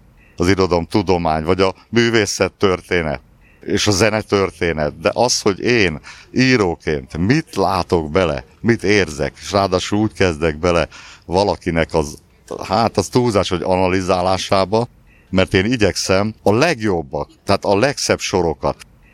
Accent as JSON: {"language": "Hungarian", "area": "Csepel", "region": "Budapest", "country": "Hungary", "said": "mivel csepeli vagyok"}